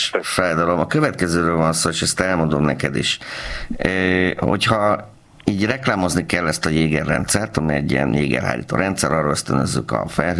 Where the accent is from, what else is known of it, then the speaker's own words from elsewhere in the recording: Baranya, Hungary; meg mit tudom én a Mecsekre is nagyon büszke vagyok, fel félét. És tessék, ott nőttem föl.